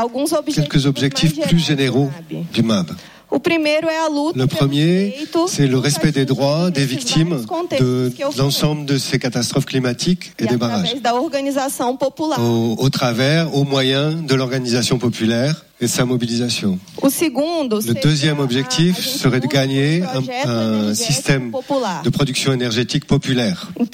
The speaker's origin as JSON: {"language": "French", "region": "Espírito Santo", "country": "Brazil", "said": "Donc je viens de l'état du Espírito Santo, là où il y a eu la rupture d'un barrage."}